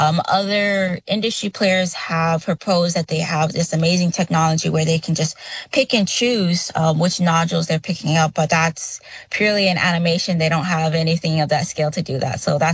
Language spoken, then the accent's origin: English; Pago Pago, Eastern District, American Samoa; born or raised there; also born or lived in California